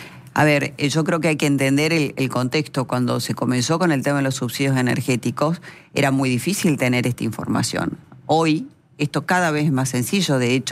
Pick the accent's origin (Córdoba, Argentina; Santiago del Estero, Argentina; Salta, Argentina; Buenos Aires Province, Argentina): Salta, Argentina; Ustedes saben que yo soy de Salta, sí.